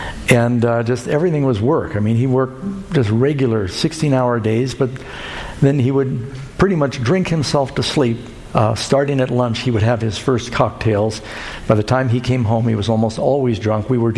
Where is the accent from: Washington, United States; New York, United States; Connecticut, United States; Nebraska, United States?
New York, United States; New York City; born or raised there; also born or lived in Southern California